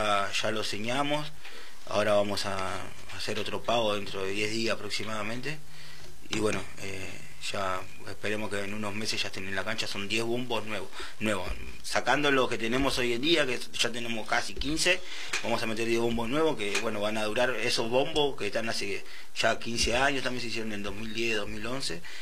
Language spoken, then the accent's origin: Spanish; Quilmes, Buenos Aires Province, Argentina; moved away as an adult; now in Morón, Argentina; Yo soy de La Florida, cerca de 850 y 876, pero bueno, estoy viviendo en Morón hace como 5 años ya. Casi.